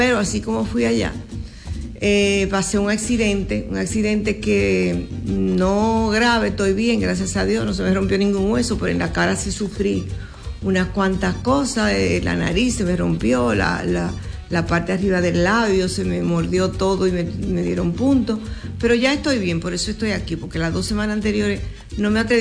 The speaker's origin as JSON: {"language": "Spanish", "country": "Dominican Republic", "said": "los dominicanos somos dominicanos donde quiera y los chinos son lo mismo donde quiera."}